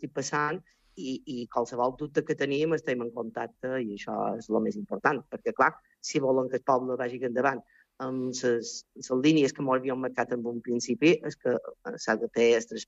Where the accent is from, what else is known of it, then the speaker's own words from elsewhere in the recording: Sa Pobla, Balearic Islands, Spain; moved away as an adult; now in Sant Joan, Spain; som d'origen poble, ¿vale? Som de la poble, i venir, quan vaig venir a viure a Sant Joan me va fer recordar el meu poble quan jo era petita